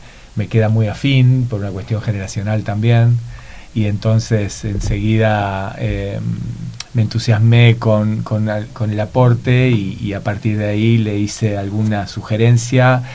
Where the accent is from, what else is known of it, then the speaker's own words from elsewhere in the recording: Rosario, Santa Fe, Argentina; yo soy rosarino, y mi relación es más con el litoral que con el mar